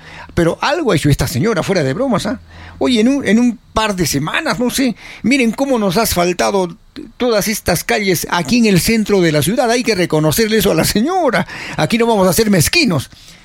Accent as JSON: {"language": "Spanish", "region": "Arequipa", "country": "Peru", "said": "Somos arequipeños y estamos festejando la tierra nuestra."}